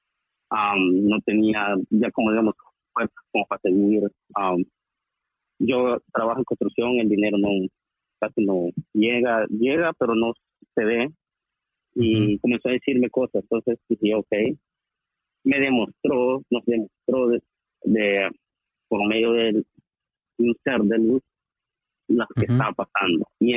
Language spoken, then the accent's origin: Spanish; El Salvador; now in Los Angeles, United States; yo soy de El Salvador, estoy acá viviendo en Los Ángeles.